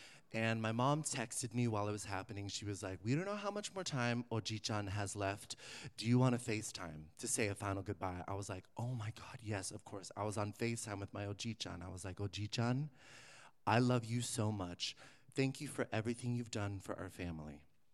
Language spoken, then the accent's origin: English; Bay Area, California, United States; I grew up in the Bay Area, so parents were liberal. Our grandparents, not so much.